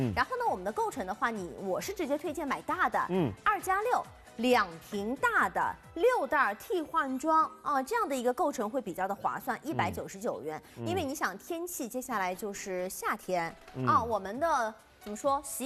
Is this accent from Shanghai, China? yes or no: yes; Shanghai, China; 我相信我们上海人，包括我们的父母这边，太熟悉了。